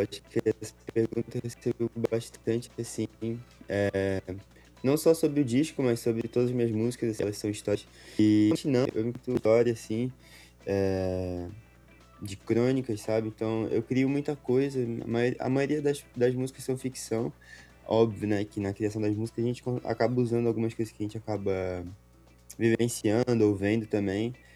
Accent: Florianópolis, Santa Catarina, Brazil; now in São José, Brazil; E já faz um tempo que eu vim pra cá, assim. Mas eu cresci e fui criado lá no Estreito, né? Uhum. Floripa

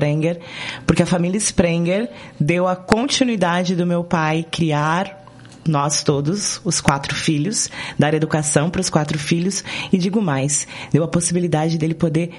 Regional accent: Curitiba, Paraná, Brazil; Sou curitibana nata.

